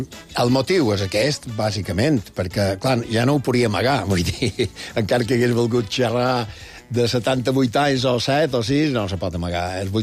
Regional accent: Santa Maria del Camí, Balearic Islands, Spain; now in Mallorca and Barcelona, Spain; Primer de tot en ses monges, quan era petitó. I després a l'escola pública de Santa Maria.

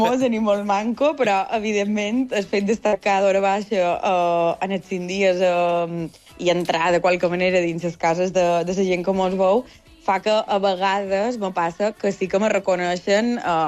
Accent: Sencelles, Balearic Islands, Spain; aquest cap de setmana és la fira del meu poble, de Sencelles.

